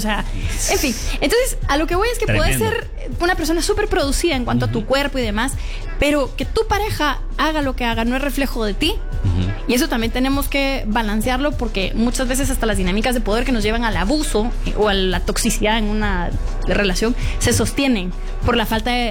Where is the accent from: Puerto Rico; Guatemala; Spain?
Guatemala; Entonces ya fijo, sí soy chapín.